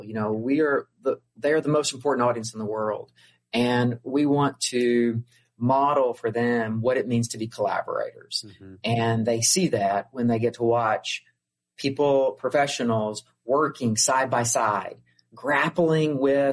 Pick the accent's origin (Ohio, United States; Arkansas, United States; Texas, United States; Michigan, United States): Arkansas, United States; moved away; I grew up in Arkansas. We did not play hockey or get on ice ponds.